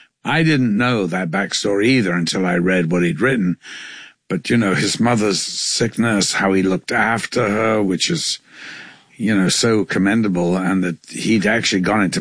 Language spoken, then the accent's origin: English; Liverpool, North West England, United Kingdom; I'm from Liverpool